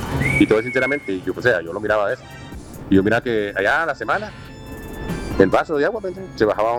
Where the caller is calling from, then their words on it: Diriamba, Carazo, Nicaragua; yo soy de Iriamba, ¿verdad?